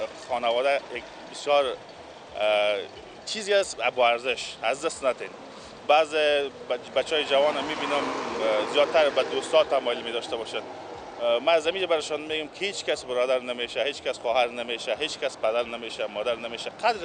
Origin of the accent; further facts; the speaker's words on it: Baghlan, Afghanistan; اگر چه دور نیزدیم ولایت هست ما از بغلان هستیم، میبینم گریانم میگیره